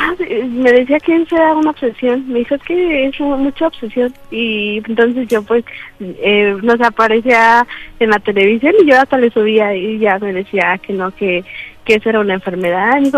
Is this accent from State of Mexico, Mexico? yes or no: yes; State of Mexico, Mexico; Tengo 22 años y soy del Estado de México.